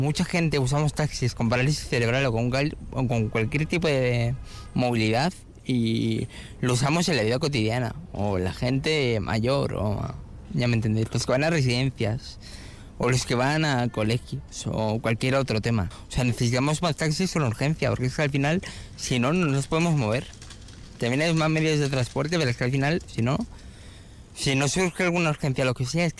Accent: Salburua, Basque Country, Spain; yo soy de Salburua

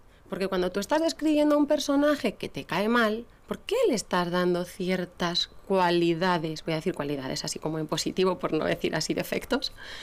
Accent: Basque Country, Spain; born there; Mi ama es gallega y mi aita es leonés. Yo nací aquí en Euskadi

